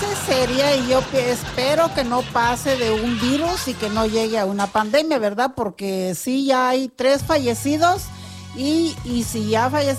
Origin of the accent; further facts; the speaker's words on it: Mexico; Igual, sigo siendo mexicana y pues como dos regalos.